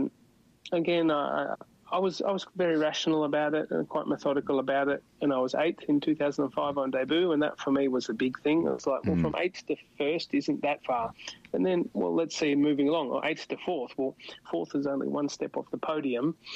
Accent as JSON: {"language": "English", "region": "Northern Territory", "country": "Australia", "tie": "born or raised there", "said": "going back to my growing up in the Northern Territory, I suppose I do appreciate my personal space."}